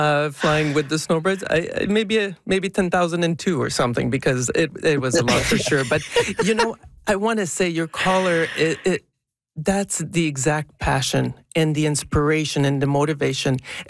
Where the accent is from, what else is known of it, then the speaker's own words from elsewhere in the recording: Quebec City, Quebec, Canada; I'm from Quebec City.